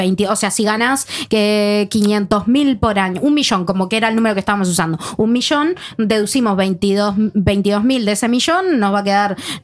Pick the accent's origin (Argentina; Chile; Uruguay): Uruguay; now in Norway; yo como uruguaya, de que está muy acostumbrada al sistema de cooperativas y a esto de que tenés que tener antigüedad, una de las primeras cosas que hice acá en Noruega fue hacerme socia de OBOS.